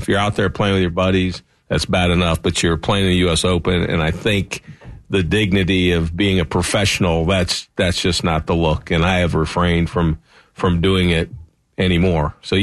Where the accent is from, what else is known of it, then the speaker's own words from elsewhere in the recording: the North, United States; moved away; I grew up in the North. We didn't have fire ants.